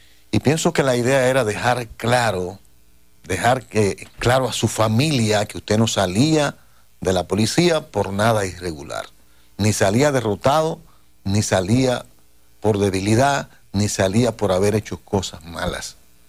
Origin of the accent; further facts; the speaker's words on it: Dominican Republic; siento orgullo de ser dominicano